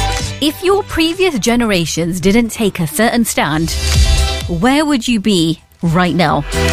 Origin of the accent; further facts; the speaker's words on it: India; I'm Indian